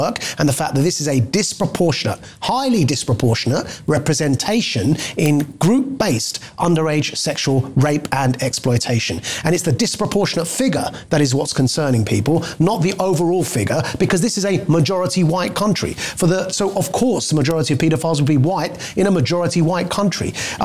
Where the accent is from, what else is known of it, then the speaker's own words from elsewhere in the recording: United Kingdom; born there; Muslims born in this country, people like me, are as British as white non-Muslim people born here.